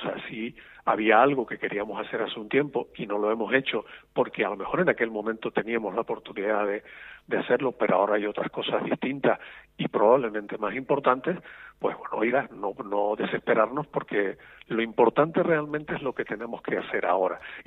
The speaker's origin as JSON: {"language": "Spanish", "region": "Canary Islands", "country": "Spain", "said": "confirmar que soy residente canario"}